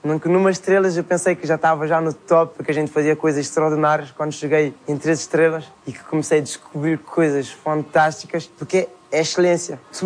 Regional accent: Cape Verde; Como todos sabem, vim de Cabo Verde, que a gente quando ia para a escola, então ao entrar da escola tem sempre pés de mangue perto da estrada.

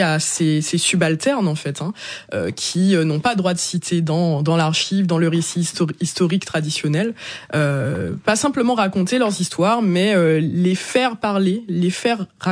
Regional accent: Martinique, France; moved away as an adult; Non, moi je suis née en Martinique, j'ai grandi en Martinique

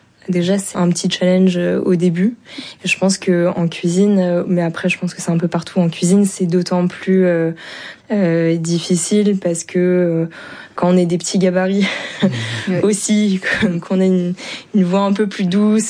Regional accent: France; born there; moi, je suis née en France et j'ai des origines chinoises. Et quand je vais en Chine, je me sens étrangère.

